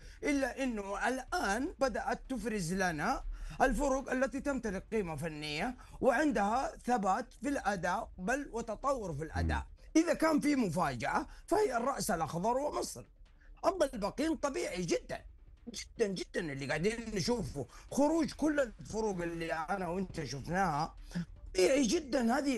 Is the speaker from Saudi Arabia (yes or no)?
yes; Saudi Arabia; عندنا في المنتخب السعودي